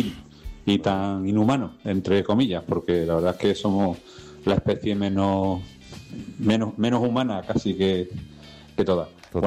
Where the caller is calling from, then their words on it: Seville, Andalusia, Spain; de Sevilla.